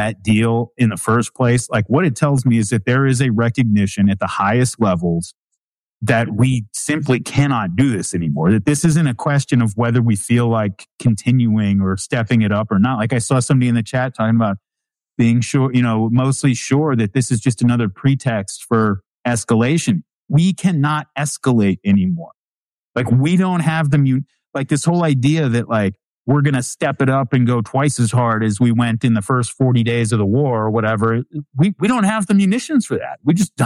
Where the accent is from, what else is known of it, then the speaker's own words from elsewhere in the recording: United States; as an American